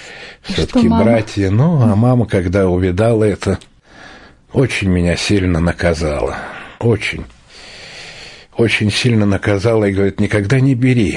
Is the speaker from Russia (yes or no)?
yes; Moscow, Russia; Родился в Москве на Девятинском переулке, это где американское посольство, если кто знает этот город наш, Москву. Вот, там мы жили. Жили, конечно, в очень серьезных условиях, жили в подвале, 11 метров комната.